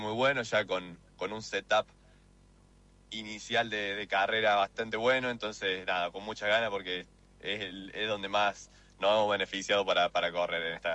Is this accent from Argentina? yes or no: yes; Bell Ville, Córdoba, Argentina; Y bueno, más de todo, que somos los dos de Belville.